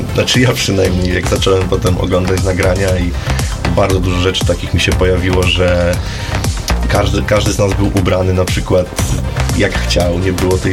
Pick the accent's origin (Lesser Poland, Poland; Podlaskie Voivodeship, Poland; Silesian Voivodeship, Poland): Lesser Poland, Poland; Tarnów; jesteśmy z Tarnowa wszyscy